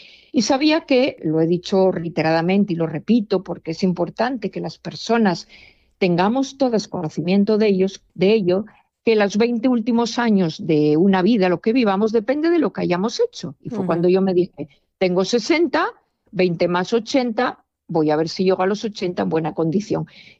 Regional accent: Spain; pero como española mayor de 70, solamente yo.

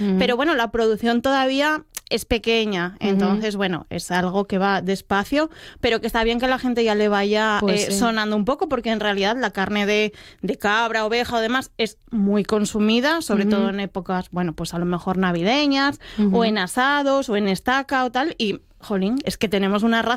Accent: Asturias, Spain; Al final yo también soy guisandera de Asturias y bueno, lo que hacemos es cocina de Asturias y aparte soy asturiana

